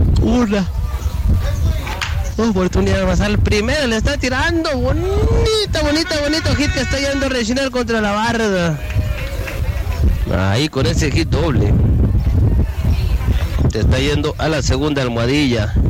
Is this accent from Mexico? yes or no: yes; Arisiachi, Chihuahua, Mexico; Soy de Arisiachi, un saludo a mi hermano que nos escucha en Canadá, cerca de Toronto, cómo no, un saludote.